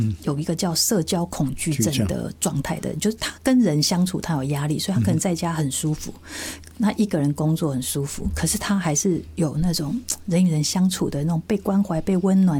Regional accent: China; 我们中国人有句古话嘛，哦、那个酒逢知己千杯少嘛，话不投机半句多。

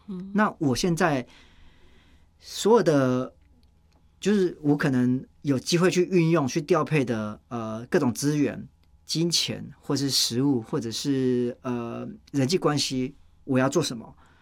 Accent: Taiwan; 作为一个台湾人

